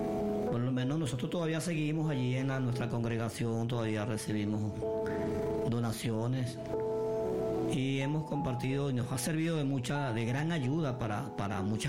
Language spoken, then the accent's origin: Spanish; Venezuela